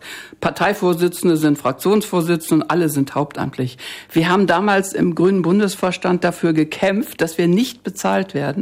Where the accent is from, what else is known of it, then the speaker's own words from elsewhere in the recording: Frankfurt, Hesse, Germany; born there; ich bin in Frankfurt geboren und stolz darauf